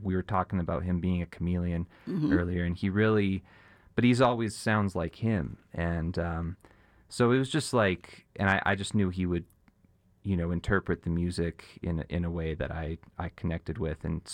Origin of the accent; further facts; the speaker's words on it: Canada; I'm gonna call it Hattrick because I'm from Canada, so it's like the hockey reference.